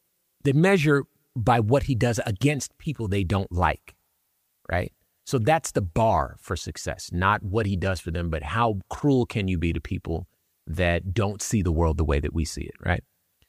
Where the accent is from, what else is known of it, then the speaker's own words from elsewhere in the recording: Los Angeles, California, United States; You know, I'm from Los Angeles, famously.